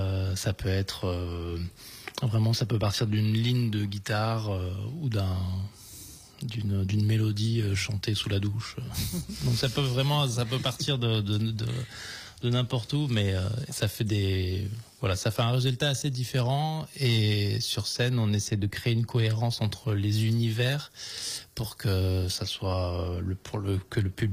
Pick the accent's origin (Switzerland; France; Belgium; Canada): France; Montpellier, Occitanie; on est de Montpellier. Alors après, on a d'autres musiciens qui viennent un petit peu de partout de la région. Mais originellement, oui, on vient de Montpellier.